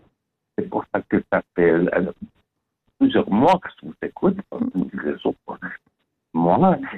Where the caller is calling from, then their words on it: Yverdon-les-Bains, Vaud, Switzerland; Alors j'appelle Diverdon.